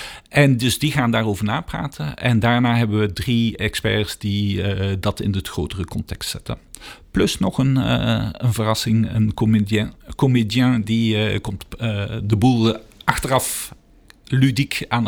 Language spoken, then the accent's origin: Dutch; Essen, Flanders, Belgium; moved away as an adult; also born or lived in Cameroon; Ik kom van Essen. Ik ben 20 jaar in Essen opgegroeid vooraleer. Ik ben uitgewaaid naar Cameroen, terug naar Putten.